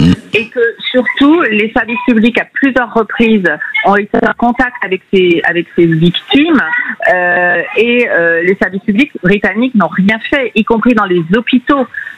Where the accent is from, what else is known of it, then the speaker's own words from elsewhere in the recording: France; Moi, je suis française et je crois en l'universalité